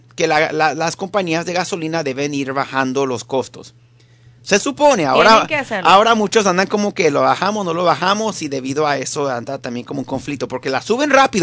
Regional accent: Venezuela; now in United States; yo soy venezolano, pero amo los Estados Unidos

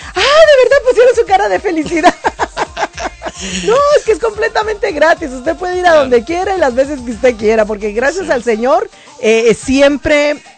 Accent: Tamaulipas, Mexico; tener en el Tamaulipas, que es el estado de donde yo soy

